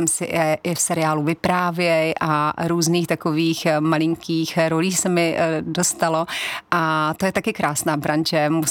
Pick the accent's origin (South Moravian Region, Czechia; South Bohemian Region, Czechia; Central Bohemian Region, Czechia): South Moravian Region, Czechia; Brno; Je to tak, ano, já jsu rodačka z Brna. Ráda to říkám i s tím su.